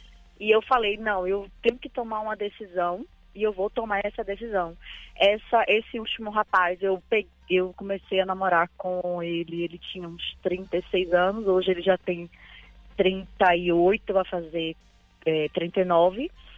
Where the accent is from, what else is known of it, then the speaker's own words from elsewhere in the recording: Bahia, Brazil; Que eu sou baiana, sou da Bahia.